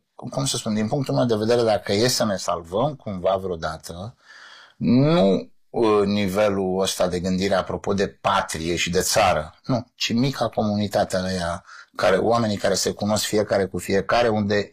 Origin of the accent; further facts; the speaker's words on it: Bucharest, Romania; Eu cred că sunt singurul bucureștean pe care o să-l cunoști tu